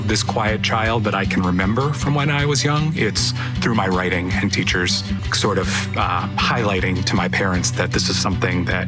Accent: Sudbury, Massachusetts, United States; now in Stoneham, United States; I grew up in Sudbury, Massachusetts, and I live in Stoneham now, where I run my own disability law practice, and I am also a writer.

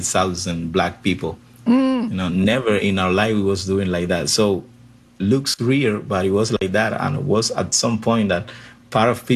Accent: Pinar del Río, Cuba; I came from Pinar del Río, my hometown.

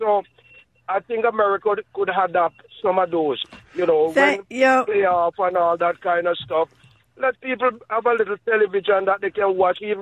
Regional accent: Jamaica; now in United States; I just want to say I am from the island. I'm from Jamaica.

